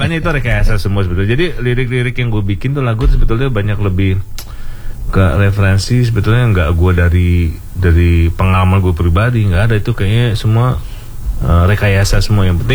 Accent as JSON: {"language": "Indonesian", "region": "Jakarta", "country": "Indonesia", "tie": "born there", "said": "Gue sih emang orang Jawa, bapak ibu gue Jawa. Ibu Solo, bapak Jember. Cuma gue lahir di Jakarta, jadi Betawi, jadi Betokau gitu."}